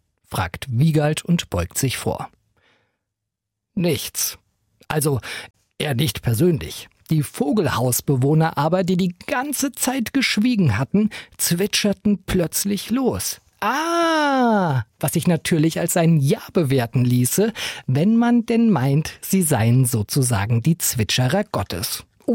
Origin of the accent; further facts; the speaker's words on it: Bad Zwischenahn, Lower Saxony, Germany; Dort geht es doch konfessionsstatistisch so zu wie im nördlicher gelegenen Bad Zwischenahn, wo ich aufgewachsen bin. Dort ist es so evangelisch, dass man nicht mal ahnt, dass es einen Konkurrenzclub gibt.